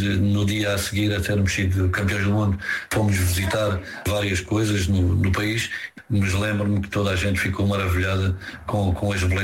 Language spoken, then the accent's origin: Portuguese; Portugal